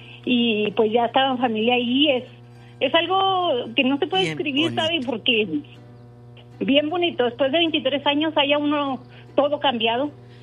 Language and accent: Spanish; Ciudad Juárez, Chihuahua, Mexico; Mire, yo soy de Ciudad Juárez.